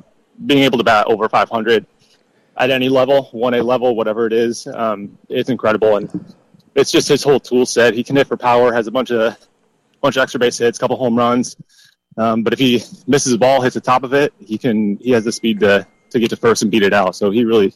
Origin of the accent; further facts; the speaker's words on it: Defiance, Ohio, United States; moved away; I grew up in Defiance, Ohio, Northwest Ohio